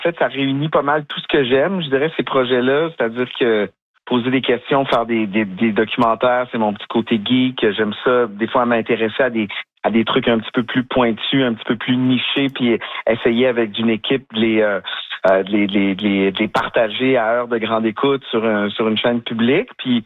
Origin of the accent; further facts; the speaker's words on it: Quebec City, Quebec, Canada; Je sais pas si c'est parce que je viens de Québec